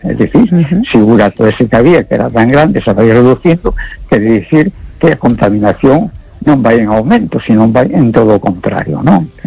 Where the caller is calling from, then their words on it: A Coruña, Galicia, Spain; de La Coruña.